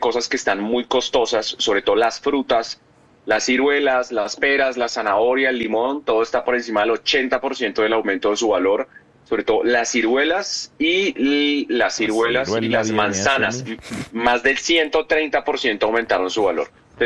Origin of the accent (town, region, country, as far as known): Colombia